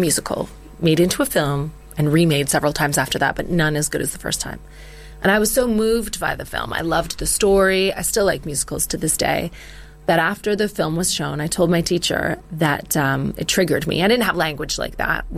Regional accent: Sarnia, Ontario, Canada; because I'm from Sarnia, which is very close to Detroit.

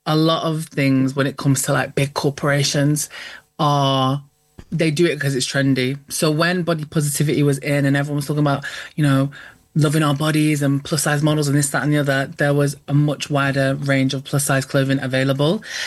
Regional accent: United Kingdom; I think as British people in general

